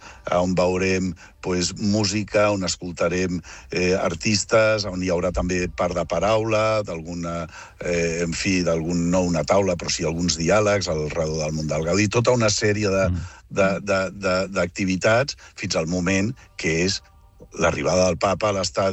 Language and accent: Catalan; Barcelona, Catalonia, Spain; com a ciutadans de Barcelona, com a catalans